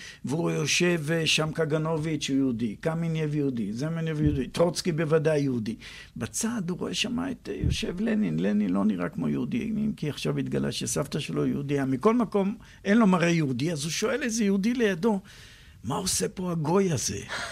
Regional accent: Jerusalem, Jerusalem District, Israel; תראה, אצלנו בירושלים אומרים ככה

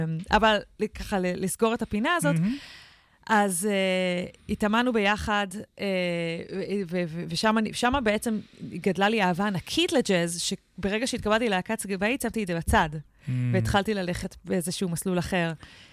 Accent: Kiryat Tiv'on, Northern District, Israel; בעיירה קטנה בטבעון שגדלתי בה

